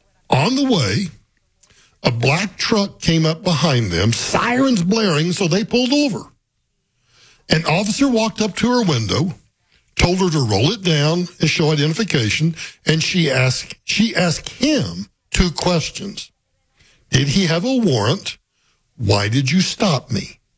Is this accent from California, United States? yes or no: no; Guymon, Oklahoma, United States; No, Liberal, Kansas isn't my hometown. Guymon, Oklahoma is. But that's a town about 40 miles north of where I grew up.